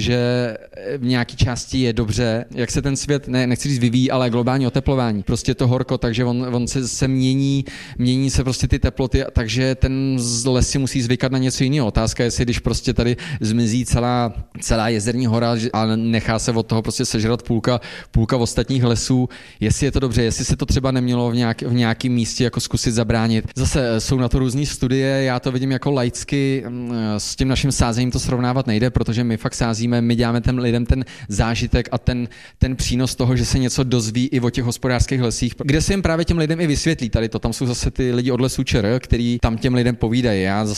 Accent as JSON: {"language": "Czech", "town": "Železná Ruda", "region": "Plzeň Region", "country": "Czechia", "said": "okolo Železnorucka, odkud pocházím"}